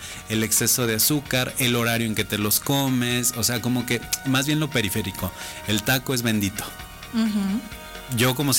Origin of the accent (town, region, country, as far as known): Mexico